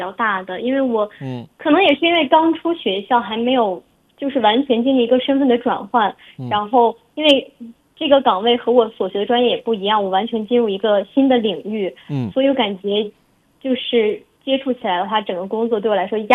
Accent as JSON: {"language": "Chinese", "region": "Hebei", "country": "China", "moved": "as an adult", "lives_now": "Xinjiang, China", "said": "因为我是河北人"}